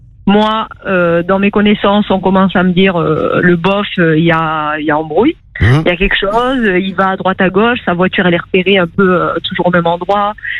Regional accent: Carcassonne, Occitanie, France; Oui, je suis de Carcassonne.

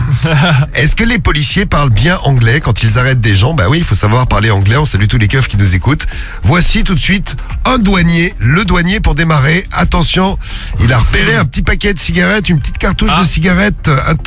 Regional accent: Saint-Étienne, Auvergne-Rhône-Alpes, France; moi je suis de Saint-Étienne

